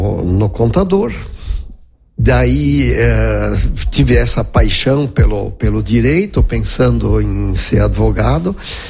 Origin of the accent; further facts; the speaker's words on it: Marau, Rio Grande do Sul, Brazil; moved away as an adult; also born or lived in Guaporé; Saí de Marau com 19 anos